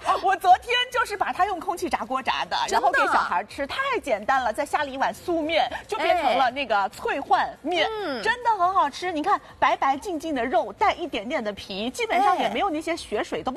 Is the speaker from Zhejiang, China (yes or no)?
no; Shanghai, China